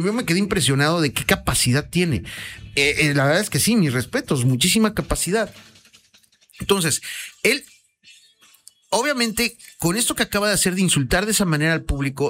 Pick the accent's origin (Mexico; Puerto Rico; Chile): Mexico; nuestra cultura tradicional mexicana